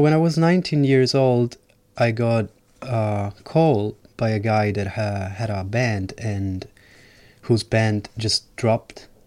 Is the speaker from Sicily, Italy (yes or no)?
yes; Palermo, Sicily, Italy; English is a second language; When I was 20, yes, and I'm from Palermo.